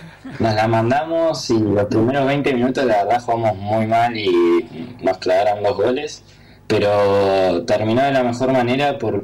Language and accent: Spanish; Viedma, Río Negro, Argentina; Soy de Vietma, sí.